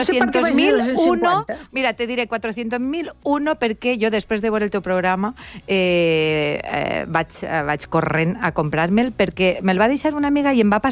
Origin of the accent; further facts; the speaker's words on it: Cocentaina, Valencian Community, Spain; now in Barcelona, Spain; Jo de Cocentaina, província d'Alacant, comarca del Comtat. Però ja saps, Mercedes, que visc a Barcelona